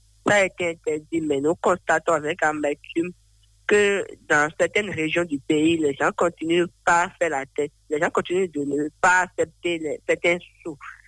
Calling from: Benin; je vous appelle depuis Agombe.

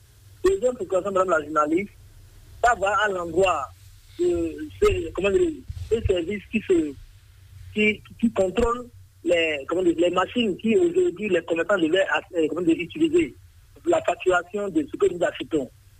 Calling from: Kandi, Alibori, Benin; Je vous appelle depuis Candy dans la Libourie.

